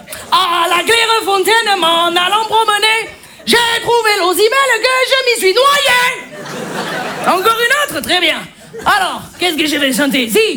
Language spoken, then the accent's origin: French; Marseille, Provence-Alpes-Côte d'Azur, France; je suis marseillaise. J'ai pas l'accent.